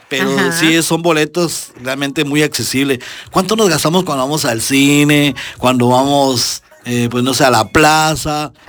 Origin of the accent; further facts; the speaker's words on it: Tapachula, Chiapas, Mexico; nosotros los tapachultecos